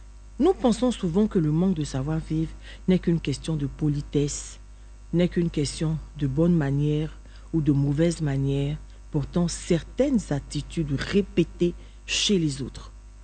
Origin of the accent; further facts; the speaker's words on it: Côte d’Ivoire; Je suis en Côte d'Ivoire. Mm-hmm. Je suis baoulée